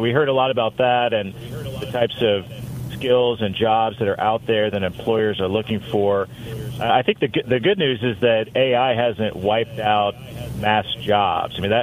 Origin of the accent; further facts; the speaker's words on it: Columbia City, Indiana, United States; And I think about my hometown, Columbia City, and the types of businesses that we're attracting.